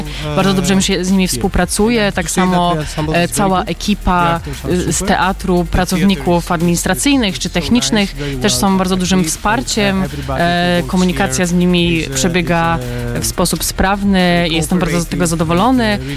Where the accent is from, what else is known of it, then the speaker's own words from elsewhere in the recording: Greece; Polish is a second language; now in Poland; bo no, pochodzę z Grecji i w Grecji jest duży problem ze sprawiedliwością w instytucjach państwowych